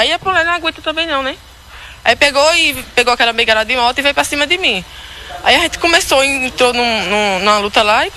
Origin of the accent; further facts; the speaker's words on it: Paraíba, Brazil; born there; moved away; also born or lived in Surubim, Pernambuco; Eu nasci na Paraíba, mas eu morava no Surubim.